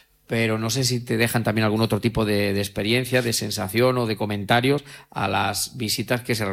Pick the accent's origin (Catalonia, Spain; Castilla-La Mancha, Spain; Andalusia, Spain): Castilla-La Mancha, Spain; los salados que somos los manchegos